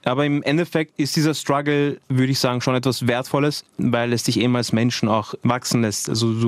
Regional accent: Austria; Also ich sehe mich natürlich schon als Österreicher. Bin hier geboren, bin hier aufgewachsen, bin zur Schule gegangen, habe hier meine Ausbildung genossen, habe in österreichischen Fußballvereinen gespielt. Also ich sehe mich schon als Österreicher.

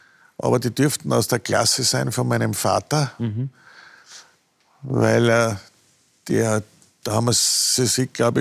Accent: Altlengbach, Lower Austria, Austria; born there; Alt-Lenkbach war mein Geburtsort, weil meine Eltern zu dem Zeitpunkt gerade Lehrer dort gewesen sind.

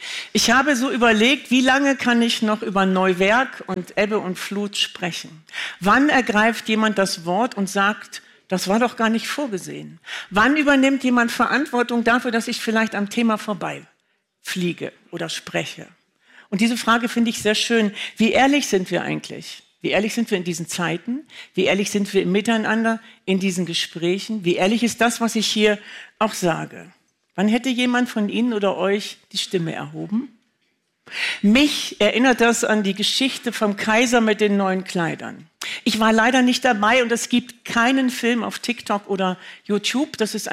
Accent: Northern Germany, Germany; 43 Meter, das waren so meine ersten Berge, in denen ich groß geworden bin. Und ich spreche hier ja wirklich gerne als Norddeutsche

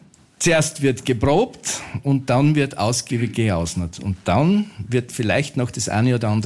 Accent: Marhof, Styria, Austria; Ich bin ein Weststeirer, ja, ich komme aus Marhof bei Steinz.

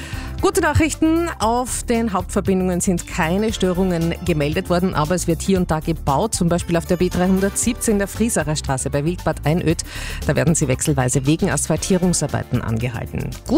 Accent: Styria, Austria; und der Schattensee in Krakau bei uns in der Steiermark.

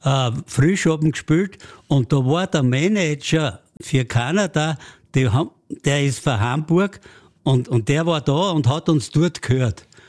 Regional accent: Austria; wir sind doch Österreicher

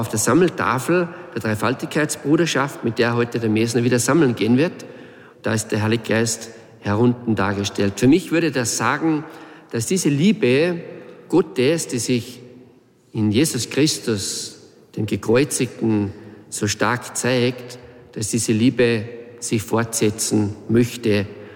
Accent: Austria; Eines, das mich sehr beeindruckt hat, ist in meiner Heimatgemeinde Raures in der Michaelskapelle.

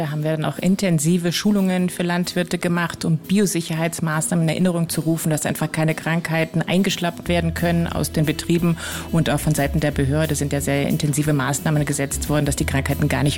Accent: North Rhine-Westphalia, Germany; now in Vienna, Austria; Genau, ich bin in der Nähe von Köln aufgewachsen, habe aber einen Tiroler Vater, einen Kärntner Ehemann, daher bin ich auch sehr oft und gerne in Kärnten.

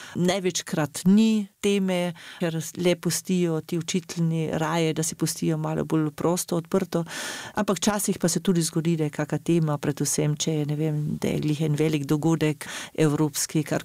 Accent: Carinthia, Austria; tukaj pri nas v Avstriji na Koroškem

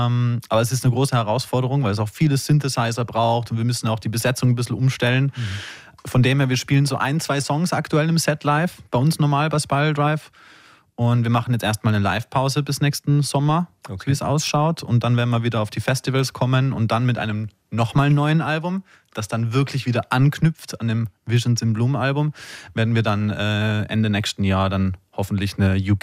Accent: Axams, Tyrol, Austria; also born or lived in Mannheim; now in Vienna, Austria; ich bin natürlich jetzt als Künstler in Wien gebased und ich war ja immer Tiroler, also ich bin Tiroler Künstler

